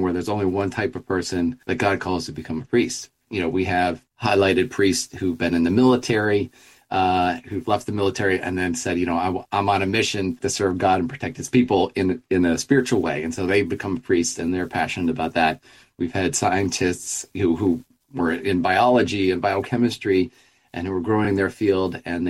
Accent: Philadelphia, Pennsylvania, United States; I'm from Philadelphia. We have parishes that are closing and merging.

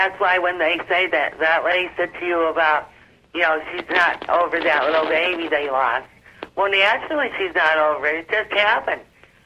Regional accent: Wilkes-Barre, Pennsylvania, United States; Well, I'm from Wilkes-Barre, Pennsylvania, sister, near the Pocono Mountains.

